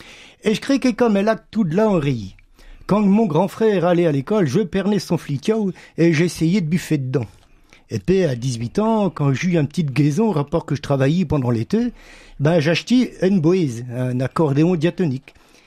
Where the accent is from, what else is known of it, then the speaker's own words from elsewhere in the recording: Saint-Brieuc, Brittany, France; accent: Gallo; je suis natif de Saint-Berieux